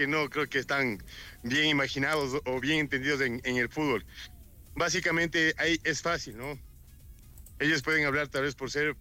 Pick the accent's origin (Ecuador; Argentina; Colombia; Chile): Ecuador; now in Mexico City, Mexico; nosotros como ecuatorianos